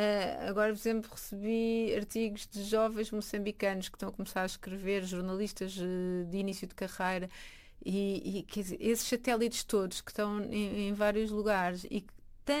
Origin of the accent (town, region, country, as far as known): Portugal